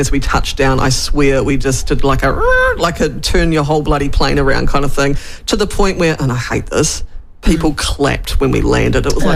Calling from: Wellington, New Zealand; So, I've landed in from Auckland in a flight to Wellington. Obviously, I live here.

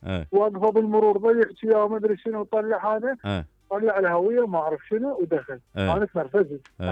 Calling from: Baghdad, Baghdad Governorate, Iraq; من بغداد.

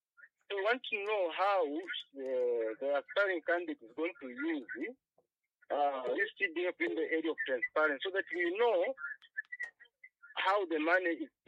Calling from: Solwezi, North-Western Province, Zambia; calling from Sorwezi

